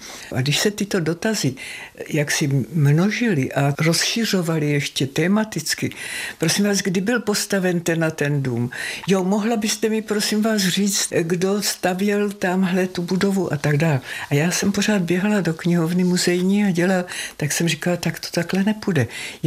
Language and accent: Czech; Brno, South Moravian Region, Czechia; born there; also born or lived in Hranice; do Brna jsem přišla co by čtyřleté dítě, že jo, 13. března roku 1939 a od té doby žijí v Brně